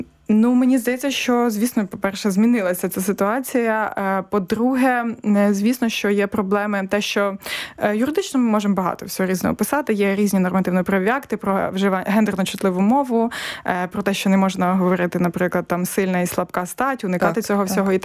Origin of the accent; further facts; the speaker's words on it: Volyn Oblast, Ukraine; там я з Волинської області теж ми аналізували, скільки жінок голів громад